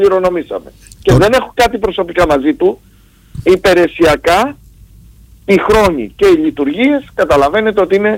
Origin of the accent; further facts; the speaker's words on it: Greece; εμείς ως Έλληνες